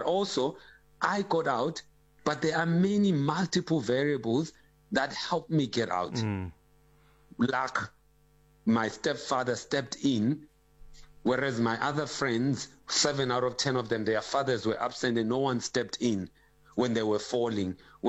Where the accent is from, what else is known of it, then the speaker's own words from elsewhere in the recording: South Africa; he didn't know that I'm from South Africa.